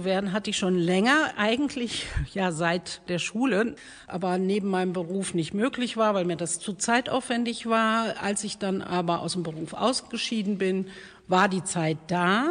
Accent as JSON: {"language": "German", "town": "Iserlohn", "region": "North Rhine-Westphalia", "country": "Germany", "tie": "born or raised there", "said": "Die älteste von 3 Töchtern bin ich, hier in Iserlohn aufgewachsen, weitgehend. Ich habe festgestellt, ich wohne jetzt seit 50 Jahren in Iserlohn und bin in der Christuskirchengemeinde aufgewachsen, am Roden, direkt neben der Kirche, neben dem Glockenturm."}